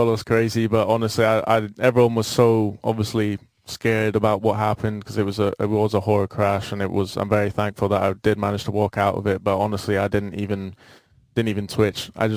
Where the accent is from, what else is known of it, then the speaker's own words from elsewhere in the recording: Aberdeen, Scotland, United Kingdom; Yeah, I grew up in Aberdeen, Scotland